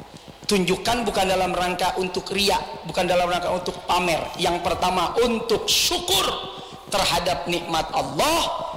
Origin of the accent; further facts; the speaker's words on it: Medan, North Sumatra, Indonesia; saya kan orang Mandailing Natal, orang Medan, jadi